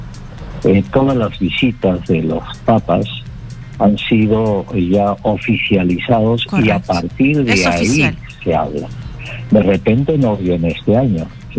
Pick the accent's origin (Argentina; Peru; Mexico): Peru; como peruanos y peruanas